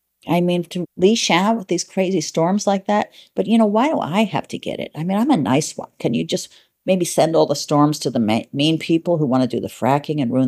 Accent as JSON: {"language": "English", "region": "New York", "country": "United States", "said": "I'm a New Yorker"}